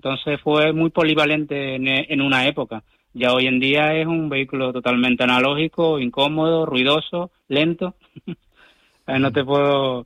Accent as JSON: {"language": "Spanish", "area": "La Palma", "region": "Canary Islands", "country": "Spain", "tie": "born or raised there", "moved": "yes", "lives_now": "Gran Canaria, Spain", "said": "Yo mismo soy natal de La Palma, pero llevo residiendo en Gran Canaria ya más de 20 años."}